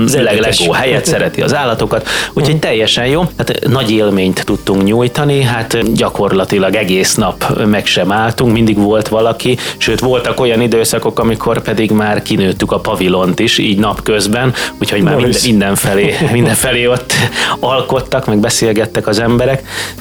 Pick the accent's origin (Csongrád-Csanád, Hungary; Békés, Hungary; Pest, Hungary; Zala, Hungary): Pest, Hungary; Cegléd; moved away as an adult; én is most már teljes mértékben itt lakom, egy ideje már. Minden héten visszajártam, de tavaly nyáron teljes mértékben ide visszaköltöztem szülővárosomba.